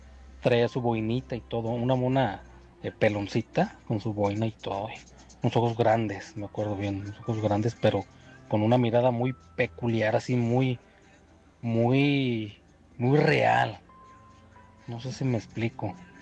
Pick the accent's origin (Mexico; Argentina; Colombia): Mexico; Guadalajara, Jalisco; now in Colima, Mexico; Yo soy de Guadalajara. Tengo radicando aquí en Colima aproximadamente como 22 años. Y estando en Guadalajara, a la edad cercana de unos 9 años